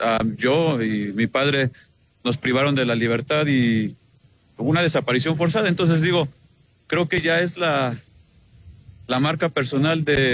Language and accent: Spanish; Tlaxcala, Mexico; Somos campesinos, agricultores y transportistas, venimos del estado de Tlaxcala